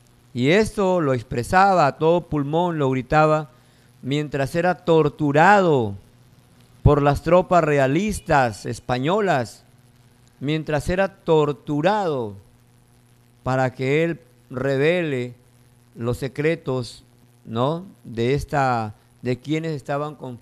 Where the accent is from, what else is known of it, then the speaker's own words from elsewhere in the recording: Peru; Es mi Perú.